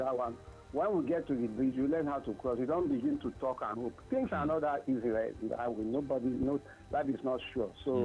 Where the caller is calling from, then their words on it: Ikorodu, Lagos, Nigeria; I'm calling from Ikorodu.